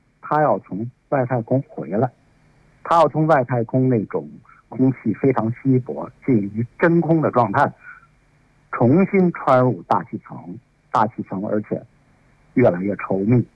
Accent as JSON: {"language": "Chinese", "country": "China", "said": "两种路径，那我们中国人尝试了第三种技术路径，"}